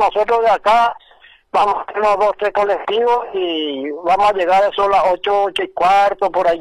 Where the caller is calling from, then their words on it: Paraguay; como ciudadanos paraguayos